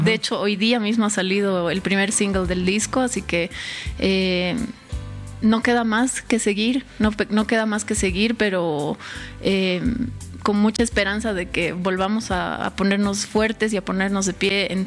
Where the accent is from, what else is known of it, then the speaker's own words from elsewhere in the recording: La Paz, Bolivia; todos estamos cargando últimamente un peso importante como bolivianos, como paceños específicamente